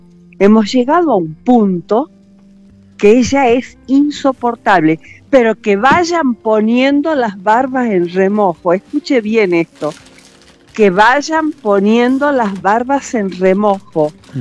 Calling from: Salta, Argentina; Yo le hablo desde Salta, capital.

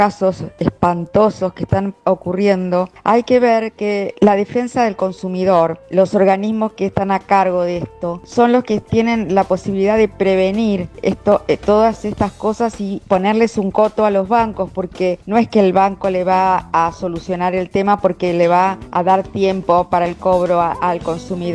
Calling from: Buenos Aires, Argentina; de Palermo.

